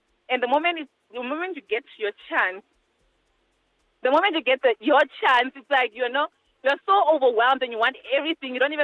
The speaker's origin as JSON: {"language": "English", "region": "Oshikoto", "country": "Namibia", "said": "Yes. I'm from Oshikoto region."}